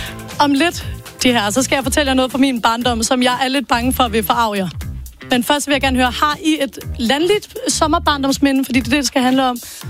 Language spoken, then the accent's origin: Danish; Region of Southern Denmark, Denmark; Jeg var fra Sydjylland.